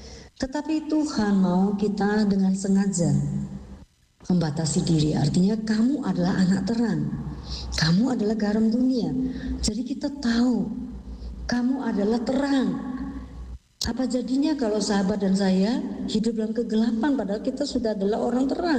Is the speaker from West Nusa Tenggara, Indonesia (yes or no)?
yes; Lombok, West Nusa Tenggara, Indonesia; moved away as an adult; Seperti saya merantau 35 tahun lebih. Saya merantau dari Lombok. Ketika saya pergi dari rumah, ayah saya berkata, baik-baik di tempat orang.